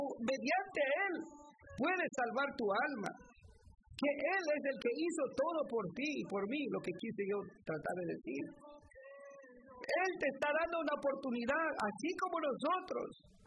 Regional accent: Nahualá, Sololá, Guatemala; moved away; allá en mi pueblo de Nahualá, Guatemala.

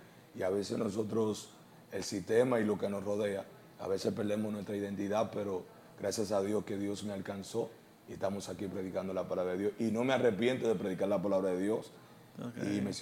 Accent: Sabana Perdida, Santo Domingo, Dominican Republic; now in San Isidro, Dominican Republic; yo me crié en Sabana Perdida, aunque vivo ahora en San Isidro

